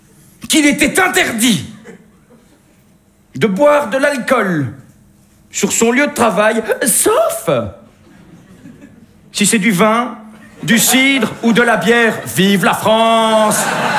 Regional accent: Belgium; je sais de quoi je parle, je viens de Belgique.

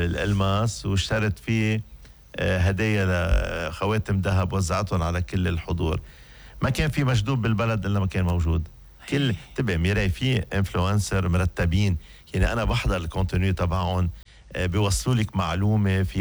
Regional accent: Lebanon; والله حرام انه نحن كشعب لبناني معروف عنا قد ايه مثقفين وقد ايه عنا طموح

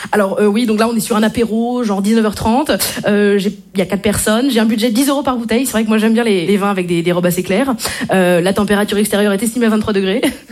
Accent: Brittany, France; Je suis bretonne. Et je ne bois pas d'alcool. Si, c'est vrai. En Bretagne, on m'appelle l'exception qui confirme la règle.

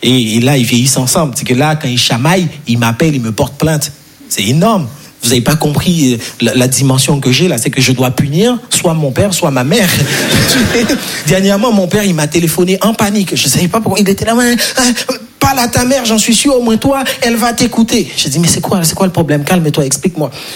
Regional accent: Haiti; moved away; Moi, je suis très frileux, je vais pas vous mentir, parce que je suis né et grandi en Haïti, et en Haïti, on n'a pas les quatre saisons.

